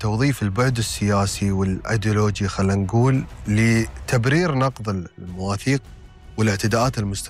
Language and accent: Arabic; United Arab Emirates